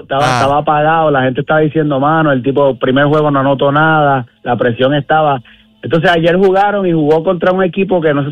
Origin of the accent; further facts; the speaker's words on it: Argentina; la verdad que yo soy argentino